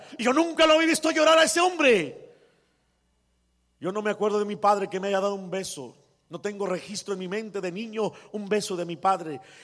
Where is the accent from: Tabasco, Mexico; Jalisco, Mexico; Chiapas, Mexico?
Jalisco, Mexico; Guadalajara; now in United States; Primero porque me salí de Guadalajara porque había balaceado unas personas y me tuve que venir a esconder a los Estados Unidos.